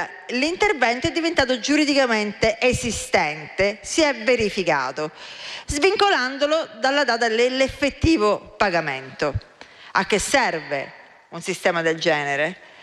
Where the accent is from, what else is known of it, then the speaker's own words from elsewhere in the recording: Sicily, Italy; da siciliana e quindi da persona del sud